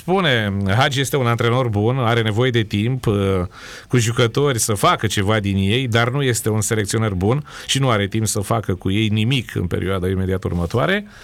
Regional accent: Brașov, Brașov County, Romania; Eu am făcut rugby, sunt din Brașov, am fost chemat de foștii colegi să ajung la pregătirea la copii la Cristian, eu cu mână lângă Brașov.

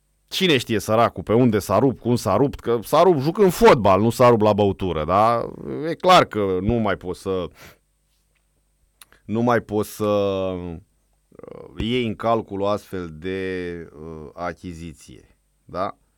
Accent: Romania; Așa și pe mine ca român

